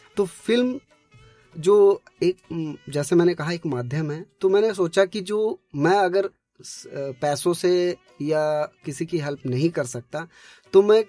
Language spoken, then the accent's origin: Hindi; Uttar Pradesh, India; moved away; मैं ज्यादातर जैसे यूपी से बिलोंग करा